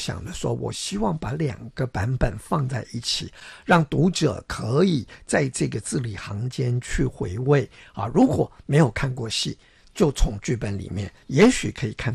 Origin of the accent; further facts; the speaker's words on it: Taiwan; first language Taiwanese Hokkien; 因为我自己也是台湾人啊，那台语也是我的母语，好像不难